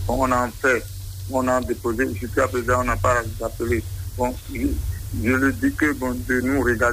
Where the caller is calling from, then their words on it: Adjarra, Ouémé, Benin; J'appelle de Porte-Nouveau, commune d'Adjar, arrondissement de Manri, quartier Yézié.